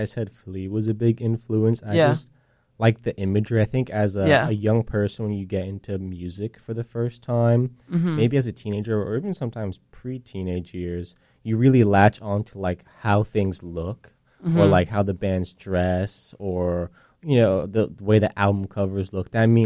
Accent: Long Island, New York, United States; growing up in New York on Long Island

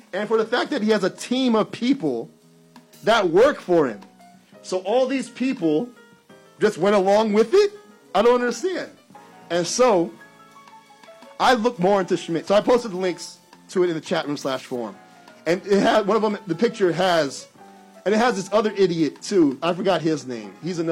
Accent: Florida, United States; I'm from Florida.

